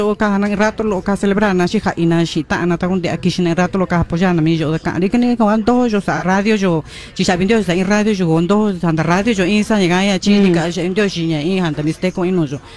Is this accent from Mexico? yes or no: yes; San Miguel Aguacates, Mexico; Yo estoy muy orgullosa de mi pueblo San Miguel Aguacates y de mi cultura, y sigo hablando el idioma dialecto también.